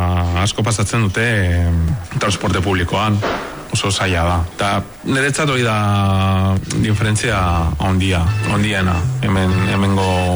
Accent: Veracruz, Mexico; Basque is a second language; moved away as an adult; also born or lived in Mexico City; now in Basque Country, Spain; nire amaren familia da Mexikoko Igualdekoa, Veracruzekoa, eta nire hartzaroa hor Veracruzen pasatu nun.

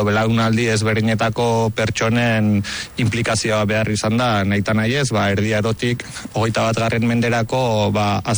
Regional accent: Hondarribia, Basque Country, Spain

